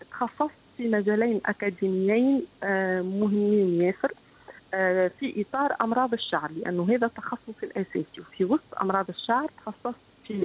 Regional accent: Tunisia; ويعطيوا لبلادنا تونس لأنها في أمس الحاجة لنا،

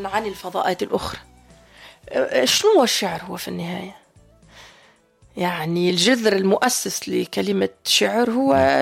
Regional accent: Tunisia; ما كانوش يتصوروا إلا أني تونسية، كانوا يعتقدون أنه جذوري أو عندي نسب أني من فلسطين

